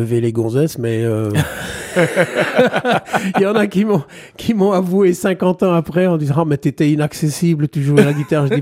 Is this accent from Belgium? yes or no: yes; Liège, Wallonia, Belgium; Eh bien, je viens de Liège.